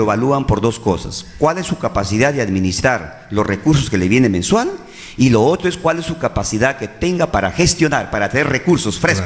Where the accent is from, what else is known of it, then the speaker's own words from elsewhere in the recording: Peru; born there; mi pueblo de Uchicate, donde yo he nacido y donde yo vivo, ¿no? Un pueblo muy antiguo, más de 50 años, y no tenemos el saneamiento básico.